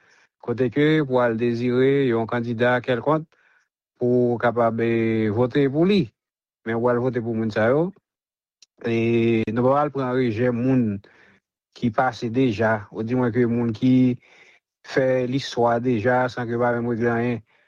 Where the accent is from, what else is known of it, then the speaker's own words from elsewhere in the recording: Haiti; Parce que tout en tant que Haïtien pour capable de prendre conscience